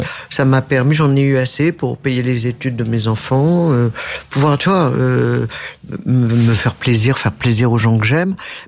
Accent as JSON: {"language": "French", "country": "France", "tie": "born there", "said": "Je suis née en France, femme"}